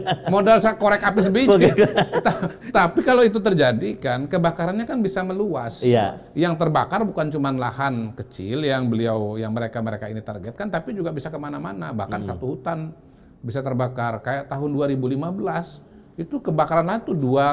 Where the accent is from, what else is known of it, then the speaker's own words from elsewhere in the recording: Palembang, South Sumatra, Indonesia; born there; also born or lived in Central Kalimantan; Kebetulan karena saya lahir di Palembang, terus lama tinggal di Kalimantan Tengah, ini dua daerah yang kalau ada kebakaran hutan itu paling parah.